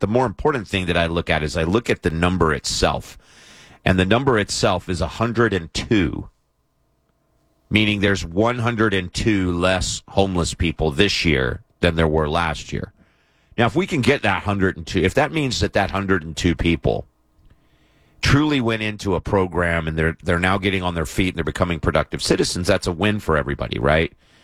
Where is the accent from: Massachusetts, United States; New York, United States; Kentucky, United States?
Kentucky, United States; now in San Diego, United States; Kentucky, of course, being my home state.